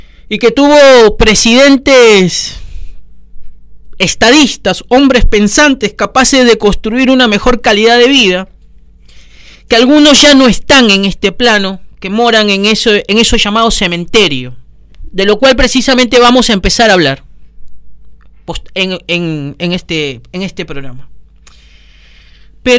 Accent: Argentina; Sí, soy argentino. Tengo nacionalidad argentina.

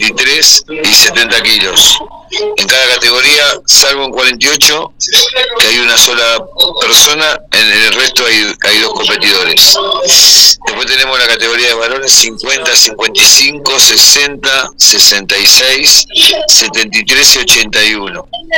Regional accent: General Rodríguez, Buenos Aires Province, Argentina; estamos hablando con mi patria chica, comentarte que hay tres representantes de General Rodríguez

